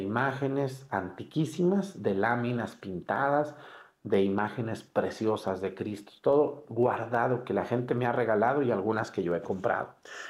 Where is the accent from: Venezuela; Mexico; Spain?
Mexico; Mexticacán, Jalisco; en mi pueblo, en Mexicacán